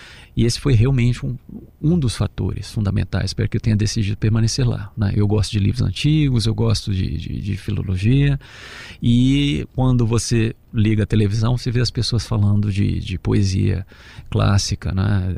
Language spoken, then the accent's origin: Portuguese; Brazil; Eu cresci no Brasil, os nossos laços com, óbvio, né, imigração japonesa, nós tivemos comunidades aqui em São Paulo, Paraná, etc.